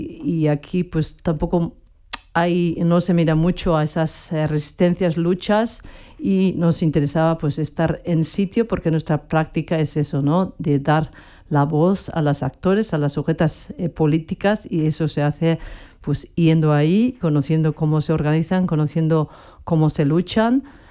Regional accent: Basque Country, Spain; yo siendo una vasca, una persona vasca políticamente perseguida todos estos años

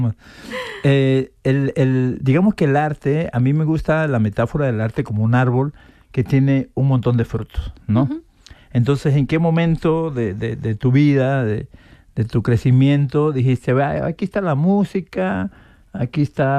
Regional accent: Paraíso, Tabasco, Mexico; Porque yo soy tabasqueño, soy de Paraíso, Tabasco.

